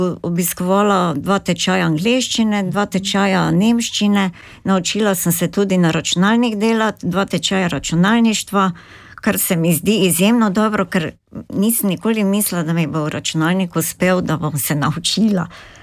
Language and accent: Slovenian; Slovenska Bistrica, Drava, Slovenia; prihajam iz Slovenske Bistrice, sem tudi mama 6 otrok in babica 7 vnukov.